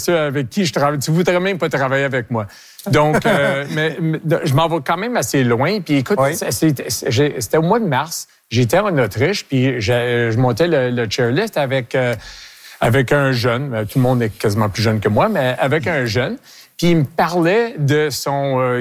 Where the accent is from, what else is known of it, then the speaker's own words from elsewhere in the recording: Quebec, Canada; Écoute, je suis fier québécois. Mais j'étais né ici. Mes parents ont été nés ici. Mes grands-parents ont été nés ici.